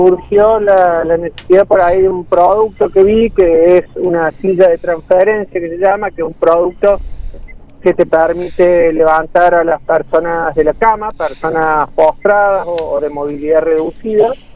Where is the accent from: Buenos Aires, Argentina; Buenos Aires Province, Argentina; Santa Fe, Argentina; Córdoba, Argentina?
Córdoba, Argentina; Yo me considero un emprendedor cordobés.